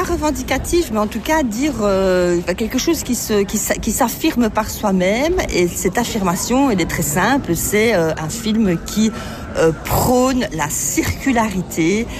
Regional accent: Luxembourg; moved away as an adult; now in Brussels, Belgium; je suis une artiste multidisciplinaire luxembourgeoise. Donc je suis née à Bruxelles, mais j'ai grandi au Grand-Duché de Luxembourg. J'ai pris la nationalité luxembourgeoise parce que j'étais scolarisée là-bas. Et après, je suis revenue en Belgique pour faire mes études

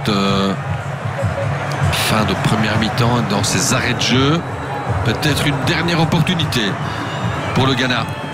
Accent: Belgium; Et c'est peu de le dire quand on est diable et qu'on aime les diables et qu'on est belge.

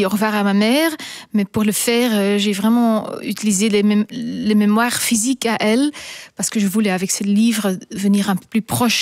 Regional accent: Flanders, Belgium; French is a second language; now in Brussels, Belgium; Oui, je viens de Kempen. Peut-être on peut entendre ça encore dans mon dialecte. Mais maintenant, j'habite depuis 20 ans à Bruxelles.

